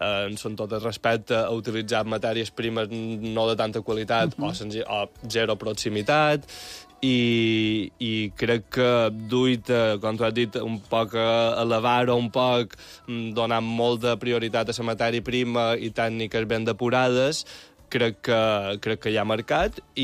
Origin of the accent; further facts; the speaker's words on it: Balearic Islands, Spain; És a dir, jo som mallorquí, tota la meva família és mallorquina